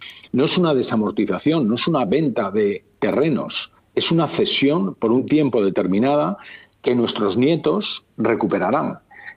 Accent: Community of Madrid, Spain; como muchos madrileños nos tiramos para ir a trabajar, que es una barbaridad.

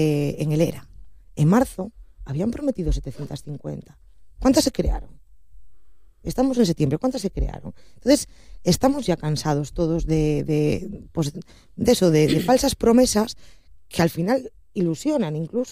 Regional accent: Asturias, Spain

